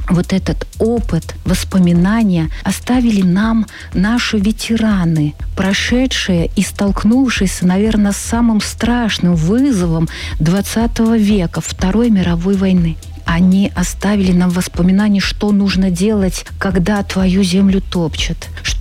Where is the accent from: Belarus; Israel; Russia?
Belarus; нас сегодня 9 миллионов белорусов